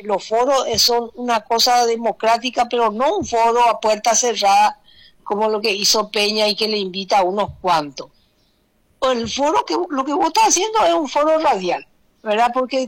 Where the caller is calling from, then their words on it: Asunción, Paraguay; yo soy la única asuncena.